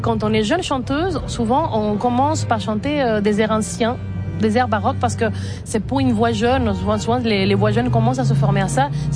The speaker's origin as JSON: {"language": "French", "country": "Venezuela", "tie": "born or raised there", "moved": "as an adult"}